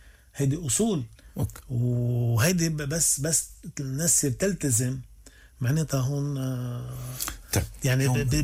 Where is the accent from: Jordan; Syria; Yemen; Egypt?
Syria; بس أنه اليوم أنا سوري يعني